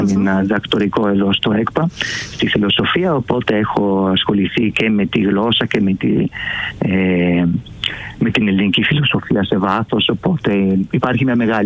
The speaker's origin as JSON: {"language": "Greek", "country": "Italy", "second_language": "Greek", "moved": "yes", "lives_now": "Greece", "said": "Εγώ θα πω ότι είμαι Βέρος Ιταλός."}